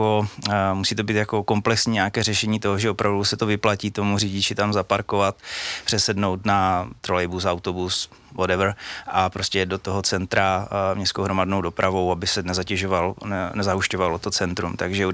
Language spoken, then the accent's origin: Czech; Fryšták, Zlín Region, Czechia; moved away as an adult; also born or lived in Brno / Prague; vyrůstal jsem ve Frištáku